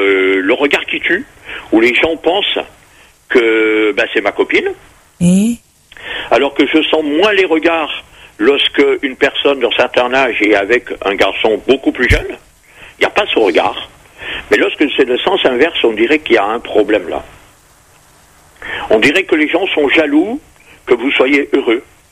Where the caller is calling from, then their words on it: Paris, Île-de-France, France; moi j'habite à Paris, donc là je suis retraité depuis déjà 10 ans.